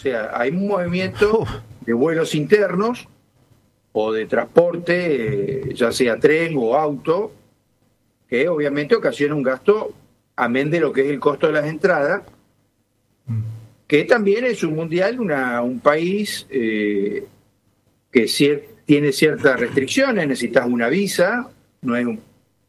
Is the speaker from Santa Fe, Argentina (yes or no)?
yes; Rosario, Santa Fe, Argentina; now in Santa Fe, Argentina; Hace 28 años que me vine de Rosario a Santa Fe y bueno, la seguimos peleando.